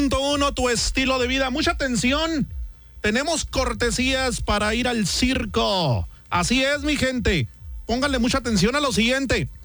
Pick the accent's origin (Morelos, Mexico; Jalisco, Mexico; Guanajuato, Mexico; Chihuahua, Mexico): Chihuahua, Mexico; Santa Bárbara; moved away; yo recuerdo allá en mi pueblo, en Santa Bárbara, Chihuahua, de donde soy originario